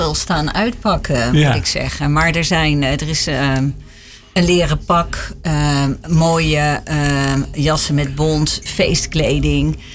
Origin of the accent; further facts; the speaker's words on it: Bosch en Duin, Utrecht, Netherlands; Want ik kom uit Bos en Duin